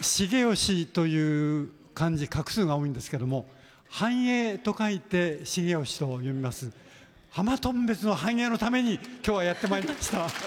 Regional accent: Gifu, Japan; moved away; そう、岐阜の出身なんです、

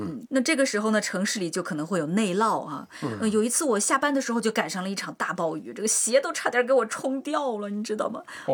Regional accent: Shandong, China; 我也不能代表所有北方人啊，就说说我的家乡吧。我是山东人。但是我住的地方呢离海比较远，不是这个沿海地区啊。

